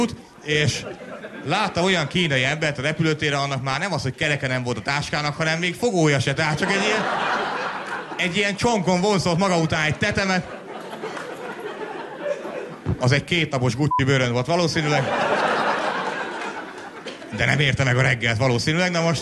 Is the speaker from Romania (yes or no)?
no; Mátészalka, Szabolcs-Szatmár-Bereg, Hungary; hát én meg egy kisvárosból származom, hát Máté Szalkán már olyan zavaróan nagy a pörgés